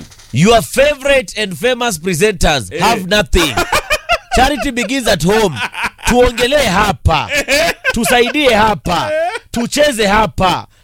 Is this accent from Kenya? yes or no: yes; Kitui, Kitui County, Kenya; Nikisema mtasema ni vile natoka Kitui.